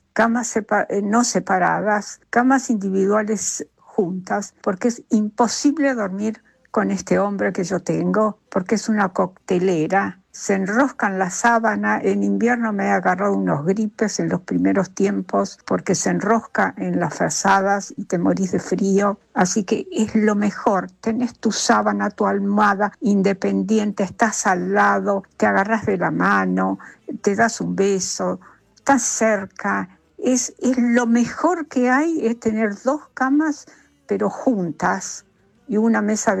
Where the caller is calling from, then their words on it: Palermo, Buenos Aires, Argentina; de Palermo.